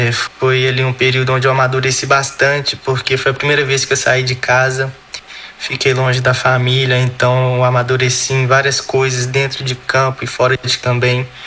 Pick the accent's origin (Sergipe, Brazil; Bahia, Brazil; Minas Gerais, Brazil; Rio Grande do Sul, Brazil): Minas Gerais, Brazil; Belo Horizonte; now in Leverkusen, Germany; eu sou natural de Belo Horizonte, tenho 23 anos de idade, eu tô indo pro meu terceiro ano aqui na Europa